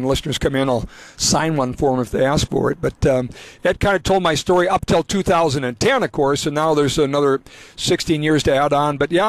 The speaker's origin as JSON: {"language": "English", "town": "Montevideo", "region": "Minnesota", "country": "United States", "tie": "born or raised there", "also_born_or_lived": "Grand Forks, North Dakota", "moved": "as an adult", "lives_now": "Fargo, United States", "said": "my hometown of Montevideo, Minnesota, where my dad had radio station there, and come Grand Forks, 18 years in Grand Forks, and then, of course, down to Fargo in 2001"}